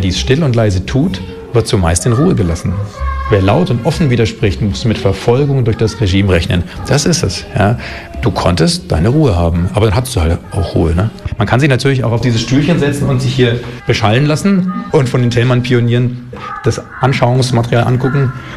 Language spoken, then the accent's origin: German; Nuremberg, Bavaria, Germany; moved away as an adult; Ich komme aus Nürnberg